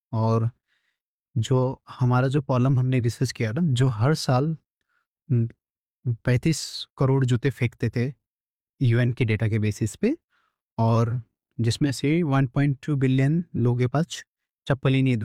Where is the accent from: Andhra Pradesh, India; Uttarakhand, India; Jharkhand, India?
Uttarakhand, India; now in Mumbai, India